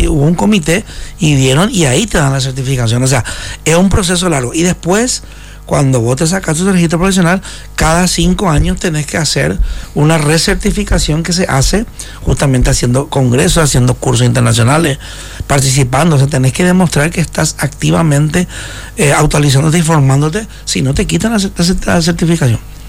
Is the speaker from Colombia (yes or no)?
no; Paraguay; moved away as an adult; also born or lived in Brazil / Spain; Yo soy paraguayo, soy paraguayitina, y me fui a Brasil primero, después me fui a España